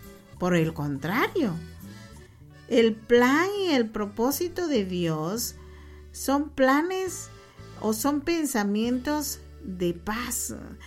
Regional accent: Chimaltenango, Guatemala; nosotros somos de Chimaltenango, pero ahora andábamos allá por Sololá.

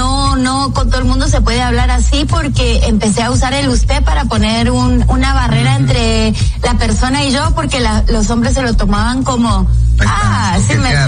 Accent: Argentina; now in Guatemala; Miren, a mí me pasa que como argentina yo hablo de vos.

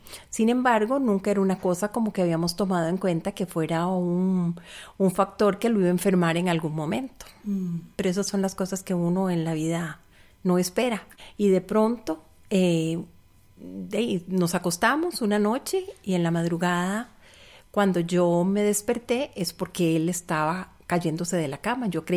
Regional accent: Costa Rica; moved away as an adult; also born or lived in Panama; Bueno, nuestra vida comenzó en otro país. Tuvimos que salir de Costa Rica para irnos a Panamá porque a él lo nombraron en Panamá como en una posición mejor de la que tenía en Costa Rica. Y vivimos allá 7 años.

